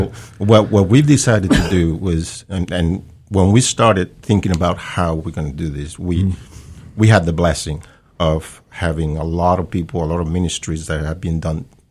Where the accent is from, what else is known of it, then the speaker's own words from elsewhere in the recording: Puerto Rico; also born or lived in New York; now in Florida, United States; But then they moved back to Puerto Rico. So I grew up in Puerto Rico.